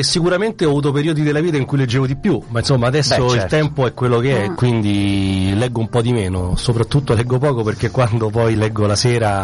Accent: Rome, Lazio, Italy; moved away as an adult; now in Adelaide, Australia; io sono romano, nasco e cresco a Roma, a Ponte Milvio, che è un quartiere vicino allo Stadio Olimpico e vicino al Ministero degli Affari Esteri, per tutta casualità, a Roma, e faccio tutti i miei studi lì

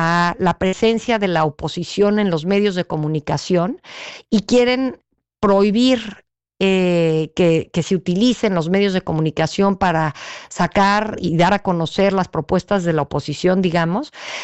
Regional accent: Mexico; que no somos los mexicanos una especie extraña en donde pasan cosas que en ningún otro país pasan.

